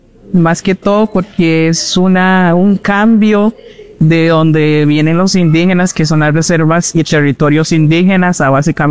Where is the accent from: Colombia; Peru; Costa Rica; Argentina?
Costa Rica; Cabécar indigenous territories; first language Cabécar; Spanish is a second language; su idioma, que es nuestra lengua materna, el cabecar.